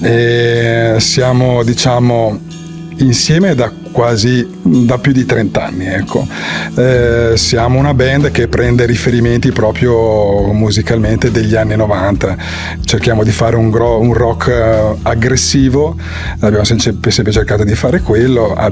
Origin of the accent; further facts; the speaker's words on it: Rovereto, Trentino-Alto Adige, Italy; noi siamo di Rovereto, che è una città provincia di Trento.